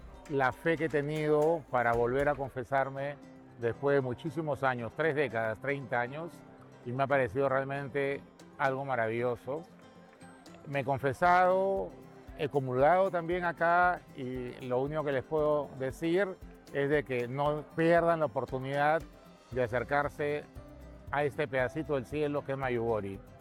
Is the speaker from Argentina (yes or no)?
no; Peru; Soy de Perú, vengo del Perú.